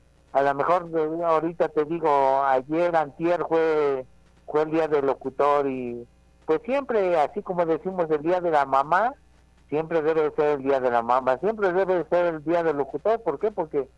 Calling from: Mexico; somos mexicanos, tenemos tradiciones muy arraigadas

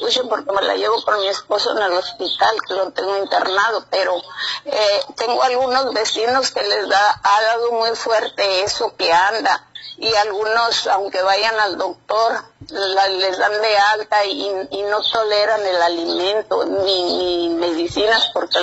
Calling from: Mexico; del Ejido Independencia.

